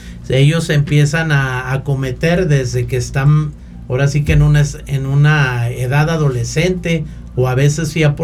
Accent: Tlaquepaque, Jalisco, Mexico; also born or lived in Monterrey; now in San Luis Potosí, Mexico; Yo soy originario de Tlaquepaque, Jalisco. Tengo radicado aquí en la ciudad de San Luis Potosí desde 1973.

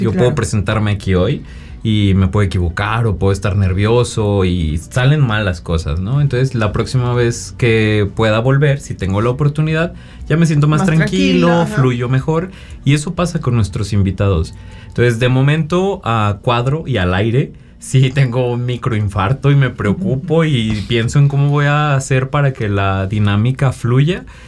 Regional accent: Huasteca, Mexico; los usos y costumbres, las tradiciones de mi Huasteca

